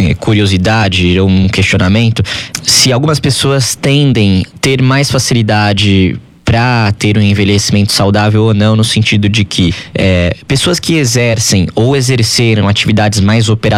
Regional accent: São Paulo, Brazil; now in Rio de Janeiro, Brazil; São Paulo, de onde eu venho

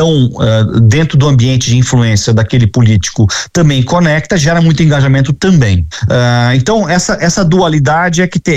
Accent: Rio de Janeiro, Brazil; Eu também sou do Rio de Janeiro

